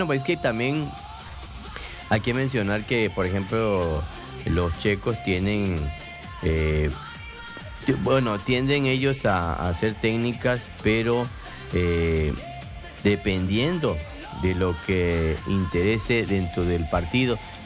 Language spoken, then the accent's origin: Spanish; Mexico; nosotros como mexicanos desde nuestro hogar